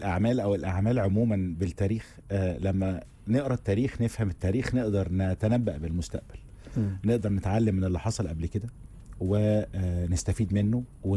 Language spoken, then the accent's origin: Arabic; Egypt